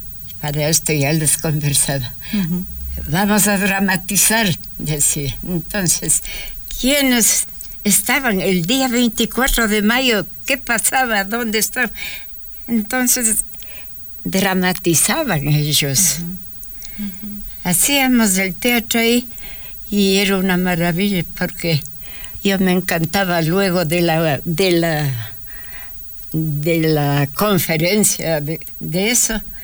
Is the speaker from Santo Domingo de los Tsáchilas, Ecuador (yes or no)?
no; San José de Minas, Pichincha, Ecuador; now in Quito, Ecuador; Yo estaba en mi pueblo todavía. No venía todavía a Quito. Yo nací en San José de Minas.